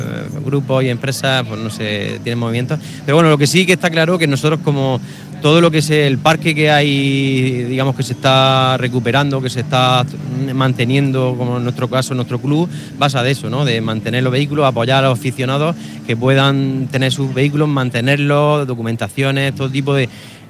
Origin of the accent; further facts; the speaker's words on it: Spain; que nosotros somos españoles